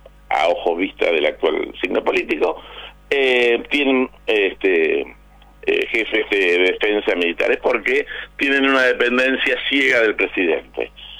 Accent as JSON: {"language": "Spanish", "country": "Argentina", "said": "como veterano y como argentino"}